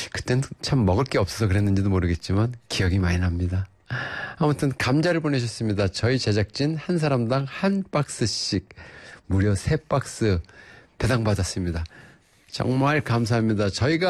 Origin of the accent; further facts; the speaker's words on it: Gangwon, South Korea; moved away; 제 고향이 강원도인데